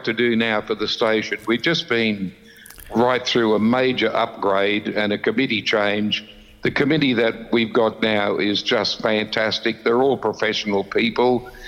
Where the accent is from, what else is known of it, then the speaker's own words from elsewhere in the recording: Brisbane, Queensland, Australia; now in Bowen, Australia; Well, I sailed up here with my wife from Brisbane in 1979.